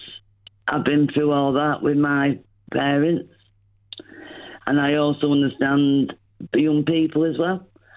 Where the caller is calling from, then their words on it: Salford, North West England, United Kingdom; from Salford.